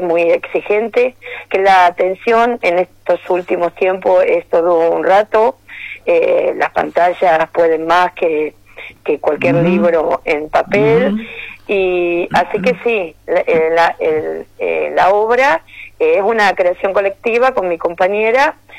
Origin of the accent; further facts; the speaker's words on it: Coronel Pringles, Buenos Aires Province, Argentina; soy de Pringles y muchas veces es difícil cursar presencial, uno tiene que irse a vivir a Buenos Aires.